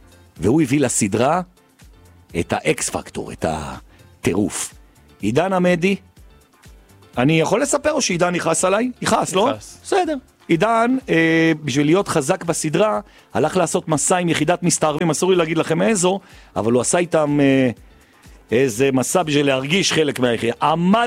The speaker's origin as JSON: {"language": "Hebrew", "town": "Jerusalem", "region": "Jerusalem District", "country": "Israel", "said": "כי אני ירושלמי"}